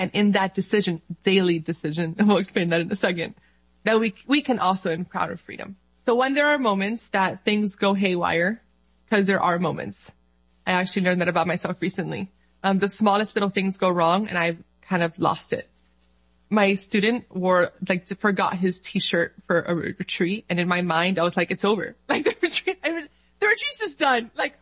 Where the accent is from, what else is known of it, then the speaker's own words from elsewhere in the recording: Dominican Republic; I'm Dominican from the Dominican Republic. But I'm also Arabic.